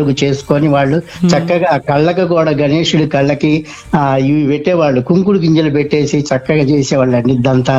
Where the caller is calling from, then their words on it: Bhadradri Kothagudem district, Telangana, India; భద్రాద్రి కొత్తగూడెం జిల్లా నెవరు బస్తీ నుంచి మాట్లాడుతున్నాను.